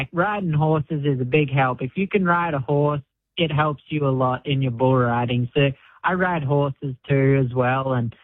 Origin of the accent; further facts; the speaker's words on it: Mackay, Queensland, Australia; moved away as an adult; now in United States; I grew up in Mackay, Queensland